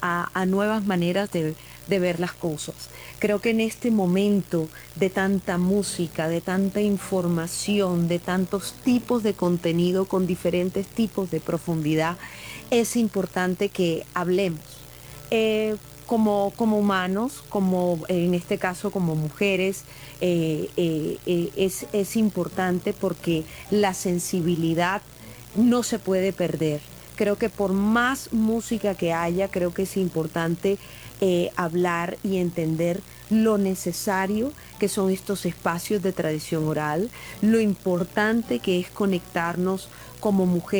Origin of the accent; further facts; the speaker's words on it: Barranquilla, Atlántico, Colombia; además en mi tierra, en Barranquilla, imagínate.